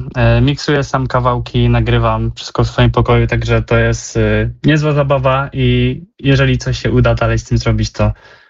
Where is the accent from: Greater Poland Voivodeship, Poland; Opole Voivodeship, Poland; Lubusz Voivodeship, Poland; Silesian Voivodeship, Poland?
Greater Poland Voivodeship, Poland; Poznań; Jestem z Poznania.